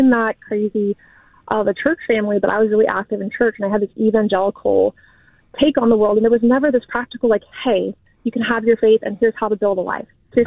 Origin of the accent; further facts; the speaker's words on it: Martinez, California, United States; I go to San Francisco, I work in Berkeley, like I grew up in Martinez.